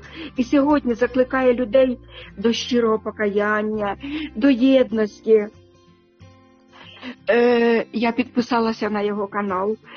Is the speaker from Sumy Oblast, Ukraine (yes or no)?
yes; Sumy, Sumy Oblast, Ukraine; moved away as an adult; наше рідне місто Суми